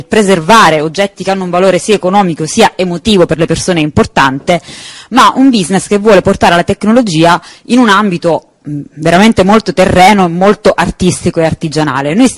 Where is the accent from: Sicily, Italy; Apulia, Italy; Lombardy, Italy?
Sicily, Italy; Sciacca; Sciacca, che è la mia città d'origine